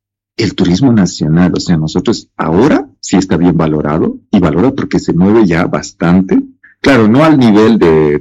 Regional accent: Bolivia; También nosotros como bolivianos ir a Perú

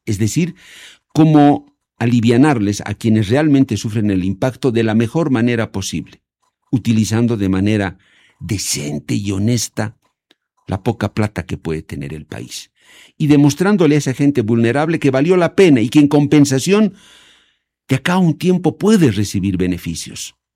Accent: Bolivia

